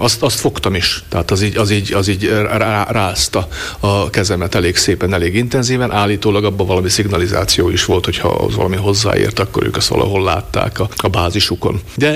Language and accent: Hungarian; Košice Region, Slovakia; born or raised there; moved away as an adult